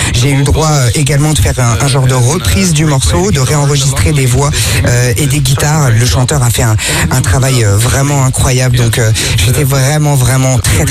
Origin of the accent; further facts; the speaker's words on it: Netherlands; French is a second language; le morceau de … à l'époque … avait été un tube chez moi aux Pays-Bas.